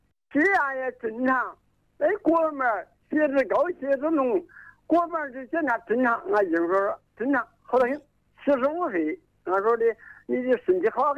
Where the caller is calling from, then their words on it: Zhongxiang, Hubei, China; 我是中乡市南湖刘桥山的，